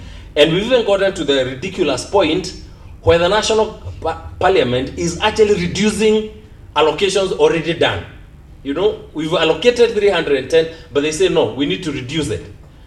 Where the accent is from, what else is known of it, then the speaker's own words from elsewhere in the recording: Kenya; But I think as Kenyan scholars, as Kenyan intellectuals, as Kenyan professionals